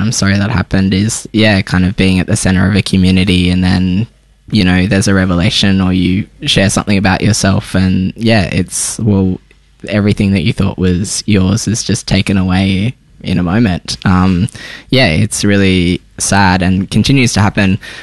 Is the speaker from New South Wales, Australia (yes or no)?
yes; Tamworth, New South Wales, Australia; born or raised there; also born or lived in Sydney; now in Melbourne, Australia